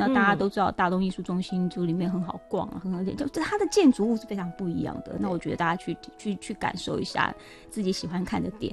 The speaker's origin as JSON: {"language": "Chinese", "country": "Taiwan", "tie": "born there", "said": "我自己是眷村长大的"}